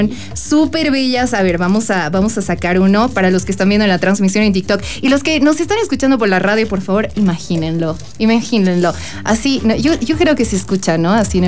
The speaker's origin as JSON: {"language": "Spanish", "region": "La Paz", "country": "Bolivia", "said": "ellos ya saben cómo somos los paseñitos"}